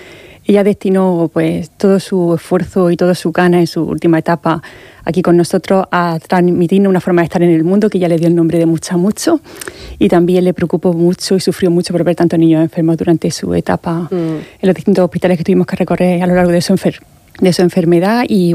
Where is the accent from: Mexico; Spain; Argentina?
Spain; Molina, Region of Murcia; En Molina, que nosotros somos de Molina, así que también invitamos a todos los colegios de Molina que nos acompañen.